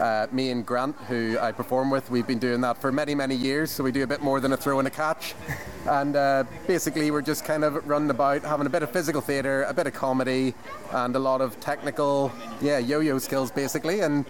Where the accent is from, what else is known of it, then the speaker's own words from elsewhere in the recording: Belfast, Northern Ireland, United Kingdom; I'm from Belfast